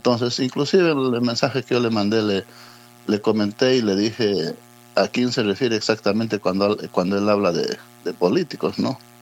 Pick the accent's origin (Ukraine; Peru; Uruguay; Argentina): Peru; Villa Rica, Pasco; nuestro distrito de Villarrica